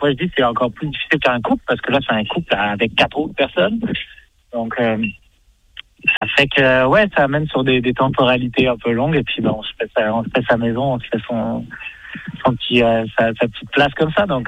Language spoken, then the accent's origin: French; Quebec, Canada; accent: Quebecois; c'est plus mon accent québécois qui revient.